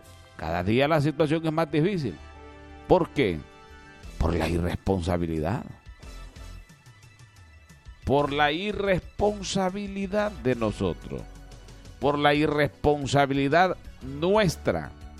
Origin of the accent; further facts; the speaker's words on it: Honduras; nosotros los hondureños.